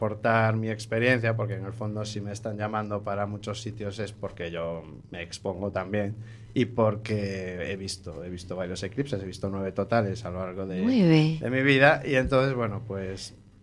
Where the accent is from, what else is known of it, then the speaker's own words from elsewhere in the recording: A Coruña, Galicia, Spain; soy coruñés